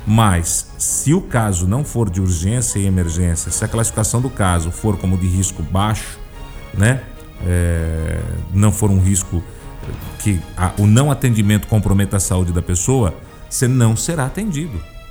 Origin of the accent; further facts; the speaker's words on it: Bariri, São Paulo, Brazil; eu sou de Bariri, tá? Eu tenho residência aqui em Jaú. Eu trabalho em Jaú. Moro em Bariri